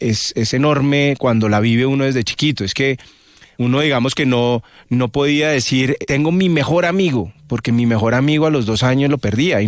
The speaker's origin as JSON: {"language": "Spanish", "region": "Bogotá", "country": "Colombia", "tie": "born or raised there", "said": "por el trabajo de mi padre tuve la fortuna de vivir en diferentes partes del país, sí. y del planeta, y eso hace que se le esconda a uno, pero soy bogotano 100%, Rolo. Nacido aquí en Bogotá."}